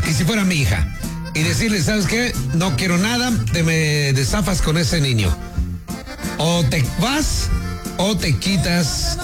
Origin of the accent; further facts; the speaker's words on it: Las Guacamayas, Michoacán, Mexico; De puro las guacamayas, Michoacán.